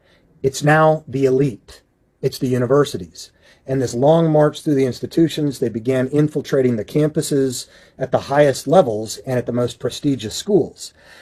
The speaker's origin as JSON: {"language": "English", "region": "Utah", "country": "United States", "tie": "born or raised there", "said": "I was bathed in this stuff as a seventh generation Mormon growing up in Utah"}